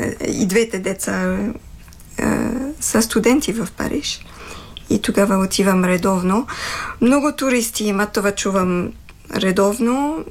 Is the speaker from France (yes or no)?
yes; Caen, Normandy, France; Bulgarian is a second language; moved away; Аз съм от Кон, в Нормандия.